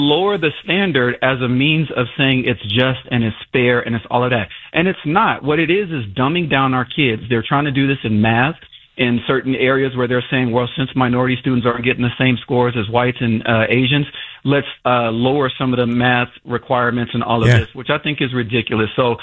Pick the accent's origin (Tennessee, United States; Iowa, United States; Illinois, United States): Illinois, United States; Chicago; I grew up in Chicago in the 90s. Almost all of my teachers were African American women.